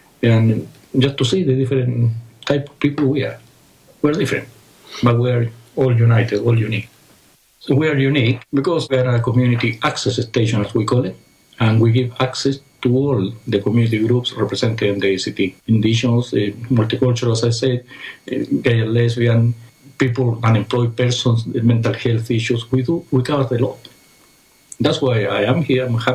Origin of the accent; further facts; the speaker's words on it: Chile; English is a second language; moved away as an adult; now in Canberra, Australia; I'm a refugee from Chile, actually. And I was doing a rally on my own in Civic with a flag and talking about the dictatorship in my country of origin. I was talking in Spanish because I couldn't speak English at that time.